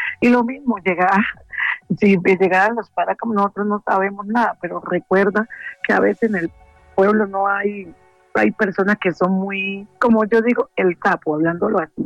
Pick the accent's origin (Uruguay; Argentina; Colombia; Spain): Colombia; Lloró, Chocó; Soy del departamento del Chocó, del municipio de Lloró, de la vereda Oguro.